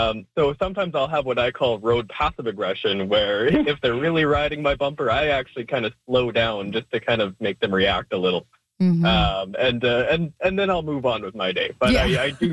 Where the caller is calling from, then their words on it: Manitoba, Canada; I'm from Manitoba, and I commute to Steinbeck every day for work from Winnipeg.